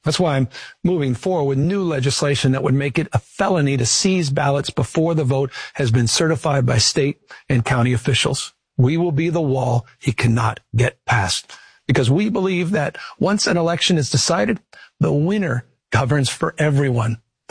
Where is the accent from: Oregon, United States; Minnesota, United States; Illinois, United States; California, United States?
California, United States; San Francisco; I've lived this. I come from San Francisco.